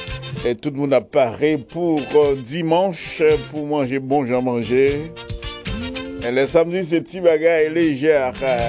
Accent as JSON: {"language": "French", "country": "Haiti", "moved": "yes", "lives_now": "United States", "said": "Chez nous, en Haïti"}